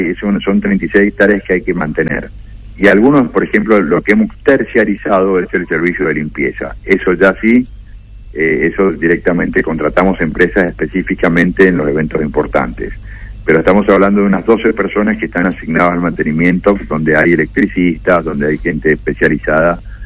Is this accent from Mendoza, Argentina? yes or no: yes; Mendoza, Argentina; Son esos dos recuerdos que tengo como mendocino, que creo tenemos miles